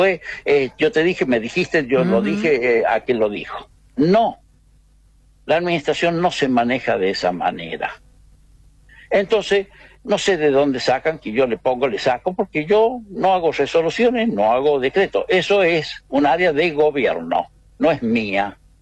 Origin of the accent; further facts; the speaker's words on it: Argentina; Claro que soy argentino.